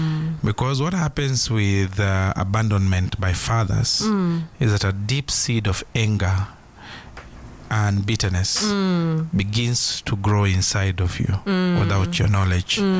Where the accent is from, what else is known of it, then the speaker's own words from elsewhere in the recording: Nairobi, Kenya; I grew up in Ziwani, so that's right next to town.